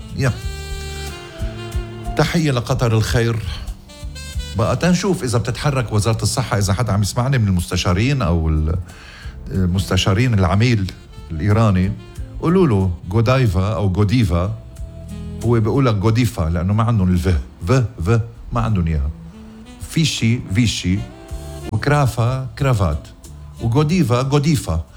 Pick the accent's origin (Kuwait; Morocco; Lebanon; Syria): Lebanon